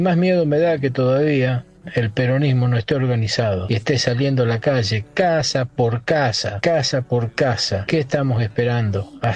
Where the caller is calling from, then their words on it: Recreo, Santa Fe, Argentina; le hablo acá de la localidad de Recreo Santa Fe.